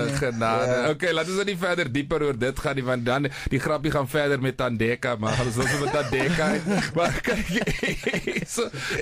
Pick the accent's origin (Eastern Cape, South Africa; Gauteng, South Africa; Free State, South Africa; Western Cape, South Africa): Free State, South Africa; Bloemfontein; ek kom ook van Bloemfontein.